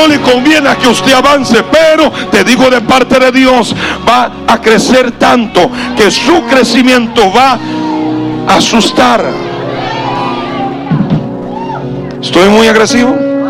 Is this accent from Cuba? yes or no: no; Brazil; Yo, como buen brasileño, levanto mi mano y llamo a la azafata.